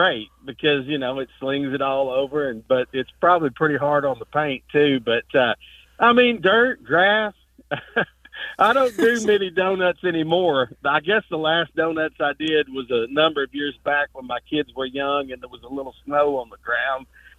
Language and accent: English; the South, United States; Quick backstory, growing up in the South, learning how to drive and having fun, spinning the car around in the gravel or out in the field.